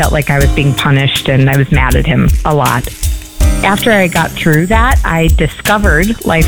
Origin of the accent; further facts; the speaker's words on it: Oregon, United States; from Oregon.